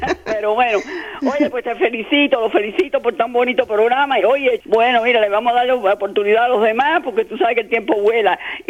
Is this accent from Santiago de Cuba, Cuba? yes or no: no; Regla, Havana, Cuba; also born or lived in Santa Clara / Mariel; now in United States; porque nací en Santa Clara, después me fui para el Mariel, después me fui para Regla, y después vine para Estados Unidos, para Texas y para Miami.